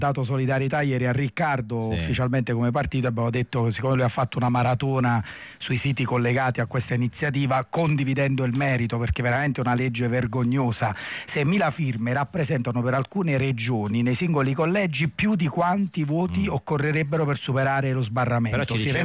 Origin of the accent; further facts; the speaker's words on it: Campania, Italy; Essendo campano